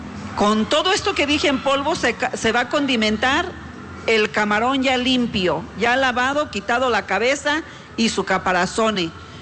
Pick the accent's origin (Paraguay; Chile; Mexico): Mexico; qué fuertes somos los mexicanos, qué grandiosa es nuestra patria